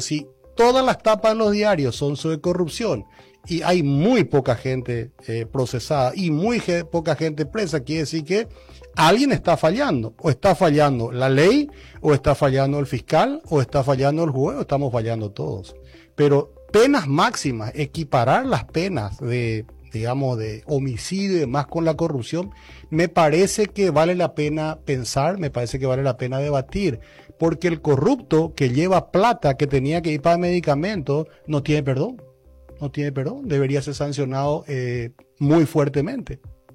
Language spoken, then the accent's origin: Spanish; Paraguay